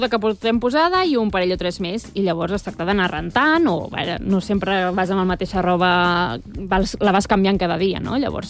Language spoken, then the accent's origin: Catalan; Cardedeu, Catalonia, Spain; Jo de Cardedeu.